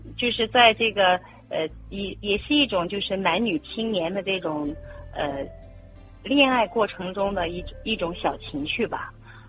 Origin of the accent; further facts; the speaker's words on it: Henan, China; 我是河南人，就是我说的普通话跟这个客家话还是有一定的差别。